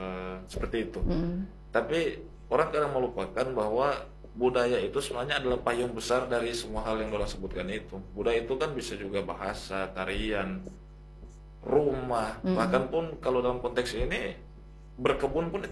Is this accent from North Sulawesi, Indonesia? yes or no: yes; Minahasa, North Sulawesi, Indonesia; karena sebagai dari identitas kita sebagai orang Minahasa